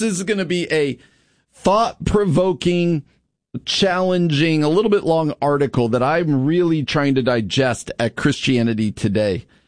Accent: Long Valley, New Jersey, United States; The town I grew up in New Jersey, a little town called Long Valley, is probably fully suburban by now.

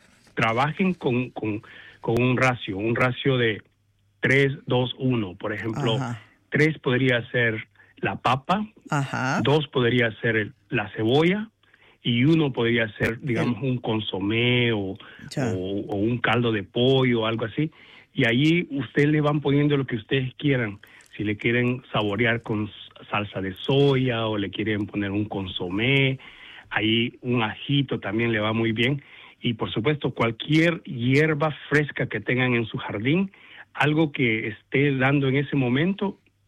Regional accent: El Salvador; moved away as an adult; now in Australia; yo soy de El Salvador

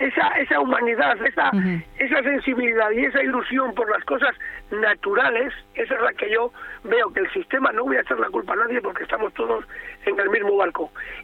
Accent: Liébana, Cantabria, Spain; Nosotros hemos sido siempre una familia de ganaderos, llámalo como quieras, antiguos o muy, muy de la zona.

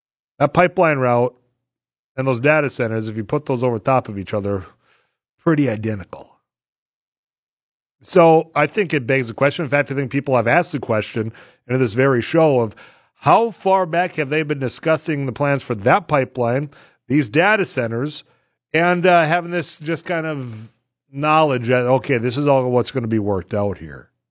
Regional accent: Leeds, North Dakota, United States; the townships met in Leeds, my hometown, to discuss a variety of things

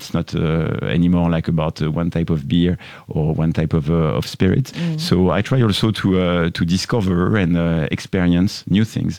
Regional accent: France; accent: French; English is a second language; as you gathered from my accent already, I'm French, so I have a particular touch for champagne.

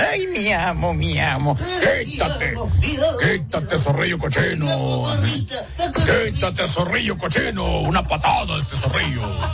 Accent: San Nicolás de los Garza, Nuevo León, Mexico; Yo soy de San Nicolás, mi hija es de Apodaca, ¿verdad?

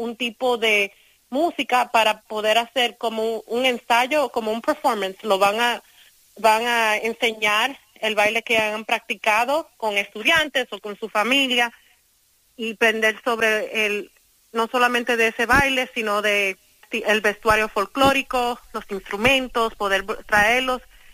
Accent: Santiago de los Caballeros, Santiago, Dominican Republic; moved away; also born or lived in New York; me crié en Santiago, en la República Dominicana, y para mí Santiago es muy significativo porque recuerda mucho de mi infancia, de siempre estar rodeada con nuestra comunidad

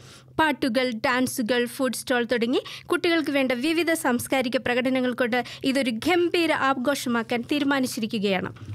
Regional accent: Kerala, India; now in Alice Springs, Australia; ഒരു മലയാളിയാണ്. എംബാൽവ ആലിസ് സ്പ്രിംഗ്സിൽ 3 വർഷമായിട്ടുണ്ട്.

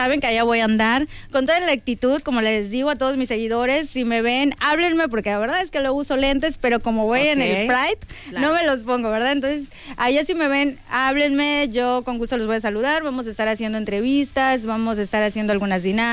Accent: Mexico; Salimos a las 7, porque ya saben que así somos los mexicanos. Y orgullosamente mexicanos, hoy juega México también.

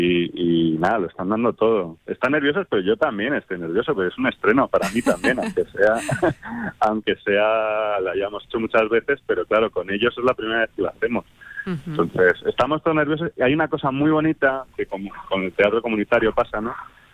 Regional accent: Madrid, Community of Madrid, Spain; now in Olite, Spain; Claro, yo vengo de Madrid.

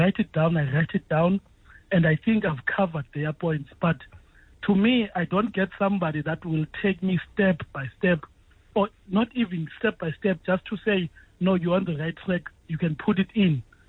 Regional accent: Cape Town, Western Cape, South Africa; I'm an entrepreneur from Cape Town.

